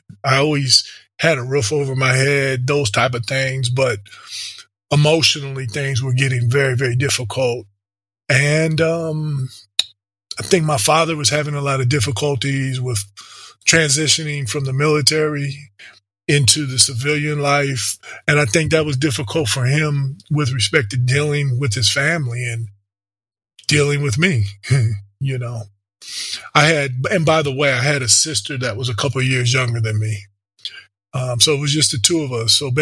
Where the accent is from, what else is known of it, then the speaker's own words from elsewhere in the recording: St. Paul, Minnesota, United States; born there; also born or lived in Michigan / Grand Forks, North Dakota; So I was born in St. Paul, Minnesota, lived there for a couple of years. Then we moved to Michigan, a small city in Michigan. I don't even remember the name of it. We were there for, I believe, 2 years. Then we moved to Grand Forks, North Dakota.